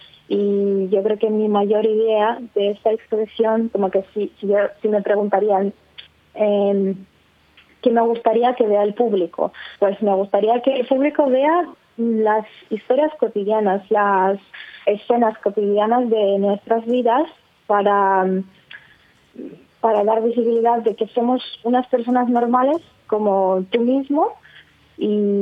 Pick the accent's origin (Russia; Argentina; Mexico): Russia; Spanish is a second language; now in Spain; soy fotógrafa documental y soy una lesbiana de Rusia.